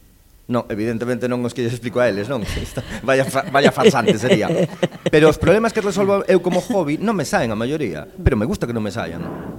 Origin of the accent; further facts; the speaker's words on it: Canido, Galicia, Spain; Eu, podo dicir así, son de Canido toda a vida. Para quen saiba como era Canido antes, son de onde era o Bar Galiano.